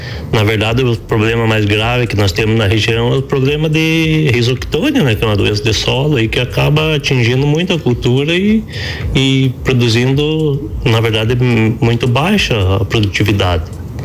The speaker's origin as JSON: {"language": "Portuguese", "region": "Paraná", "country": "Brazil", "tie": "born or raised there", "moved": "as an adult", "lives_now": "Coxilha Rica, Brazil", "said": "eu sou natural lá do Paraná. E venho de uma família que já são todos produtores há muitos anos. E o meu avô já era agricultor."}